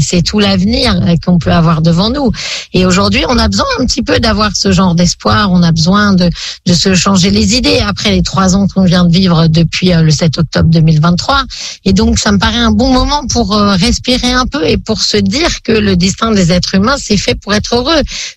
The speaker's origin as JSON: {"language": "French", "country": "France", "lives_now": "Israel", "said": "quand on est en Israël et qu'on vient de France, on reste français. Quand on est français ici, on est juif, donc on a finalement toujours une double identité"}